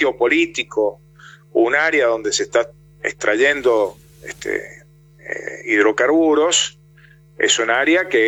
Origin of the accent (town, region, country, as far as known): Argentina